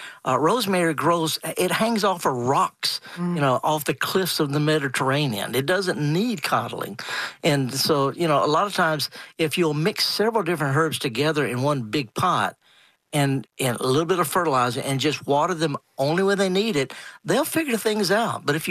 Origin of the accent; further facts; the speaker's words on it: Mississippi, United States; I'm from Mississippi.